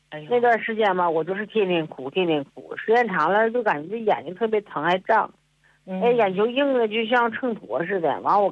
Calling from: Qiqihar, Heilongjiang, China; 我是黑龙江齐齐哈尔的，今年50多了。

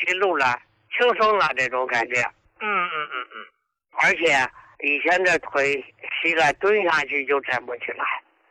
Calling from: Hebei, China; 哎呀，胡老师，我是河北的，可是你的老朋友了呀。

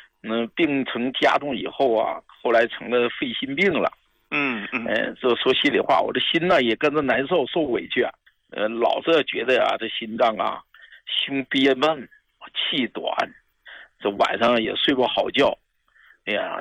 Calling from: Jiutai, Jilin, China; 啊，李老师，我是吉林九台的。

